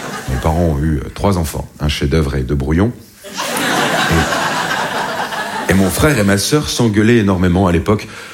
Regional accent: Hauts-de-France, France; je suis né dans le Nord.

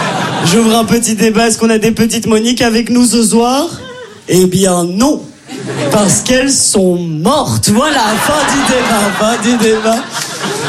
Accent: Brussels, Belgium; accent: Brussels

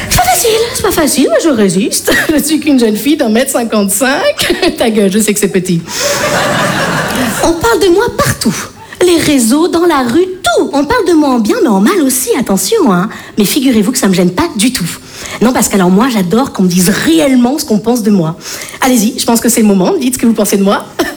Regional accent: Bordeaux, Nouvelle-Aquitaine, France; Alors, je me présente … je viens de Bordeaux.

